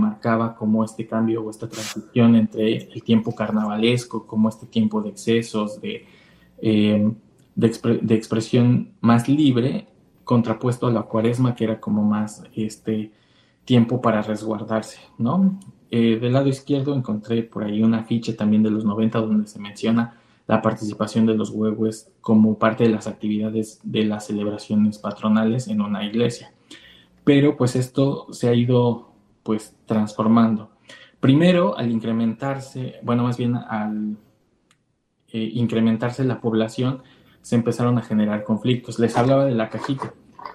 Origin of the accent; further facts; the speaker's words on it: Mexico; en nuestro país, en mi país